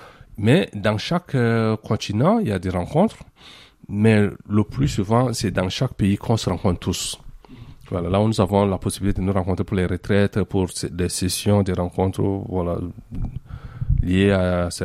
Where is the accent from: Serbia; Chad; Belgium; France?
Chad; Moundou, Logone Occidental; Et nous sommes une famille chrétienne dans le sud du Tchad, donc dans la ville de Mundu. Et donc c'est là où moi j'ai grandi.